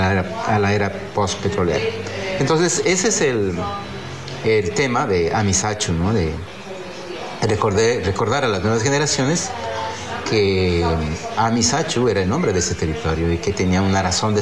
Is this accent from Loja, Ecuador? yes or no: no; Quito, Pichincha, Ecuador; moved away as an adult; now in Lago Agrio, Ecuador; Yo te cuento personalmente, como quiteño, lo que he sentido cuando he conocido la historia de mi ciudad